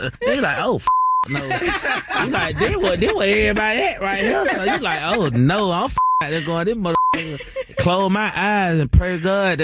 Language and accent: English; Atlanta, Georgia, United States; I'm from Atlanta, born and raised.